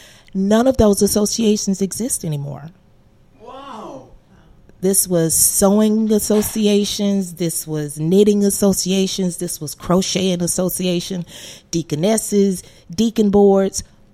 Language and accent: English; Florida, United States; now in Arkansas, United States; I am an immigrant from Florida.